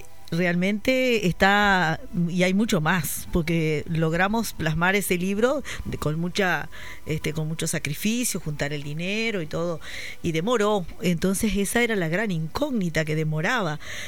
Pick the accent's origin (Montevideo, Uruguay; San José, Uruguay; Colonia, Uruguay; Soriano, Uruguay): Colonia, Uruguay; Rosario; Como somos los rosarinos.